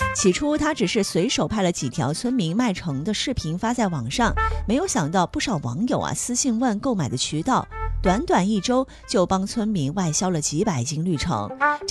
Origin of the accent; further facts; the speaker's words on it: Hainan, China; 我从小在黎寨长大啊，知道我们山里的绿城、山栏米和百花蜜都是实打实的好东西。